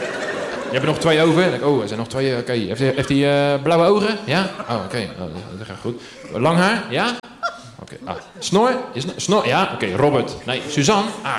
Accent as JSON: {"language": "Dutch", "town": "IJsselmonde", "region": "South Holland", "country": "Netherlands", "tie": "born or raised there", "said": "Ik kom uit IJsselmonde. In Zierveen vandaan. Om het hoekie. Ik ben opgegroeid daar."}